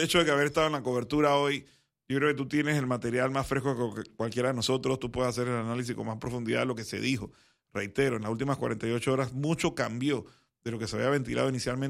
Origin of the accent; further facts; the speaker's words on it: Panama; Nosotros somos panameños igual que ustedes.